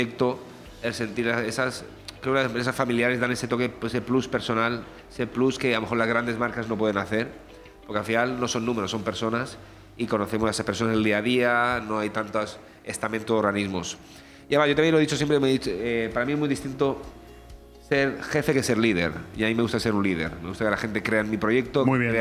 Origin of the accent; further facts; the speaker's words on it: Benidorm, Valencian Community, Spain; Yo, ¿dónde voy? Vamos, muy orgulloso de decir que soy de Benidorm.